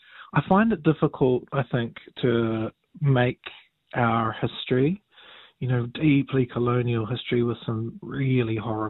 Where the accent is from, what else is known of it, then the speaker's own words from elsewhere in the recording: New Zealand; Oh, I'm from New Zealand.